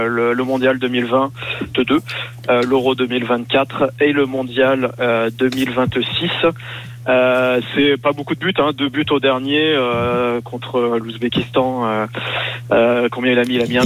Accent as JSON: {"language": "French", "country": "Portugal", "said": "En tant que Portugais, on en a marre."}